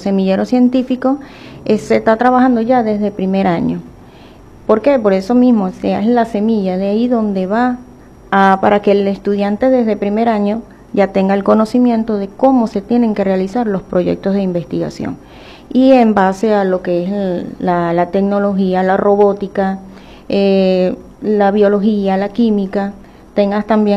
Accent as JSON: {"language": "Spanish", "country": "Venezuela", "said": "nosotros como venezolanos no conocemos nuestra cultura."}